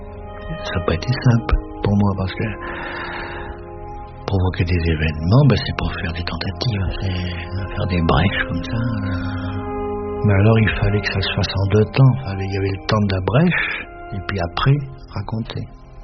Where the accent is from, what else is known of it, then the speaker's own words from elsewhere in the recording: Bergues, Hauts-de-France, France; moved away; also born or lived in Lille; à Berg, ma ville natale, c'est une ville de... C'était, je ne sais pas si c'est encore, il y avait des fortifications, il y avait un pont-levis, il y avait, ouais, c'était très moyenâgeux, hein, puis il y avait des remparts.